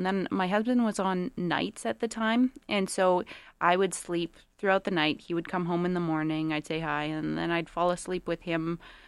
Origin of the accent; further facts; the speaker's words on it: Sherwood Park, Alberta, Canada; So I grew up in Sherwood Park, and from a very early age, I started doing dog agility.